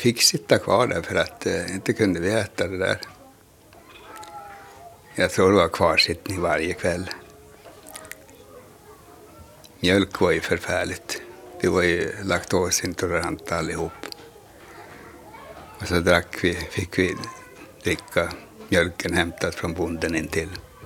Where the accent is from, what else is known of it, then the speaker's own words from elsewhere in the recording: Övre Soppero, Norrbotten County, Sweden; I mina hemtrakter kunde de äldre norska mer än svenska.